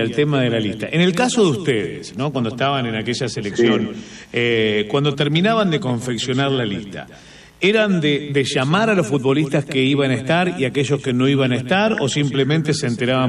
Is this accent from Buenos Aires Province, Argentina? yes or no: yes; La Plata, Buenos Aires Province, Argentina; con mi caso, que venimos de la ciudad de La Plata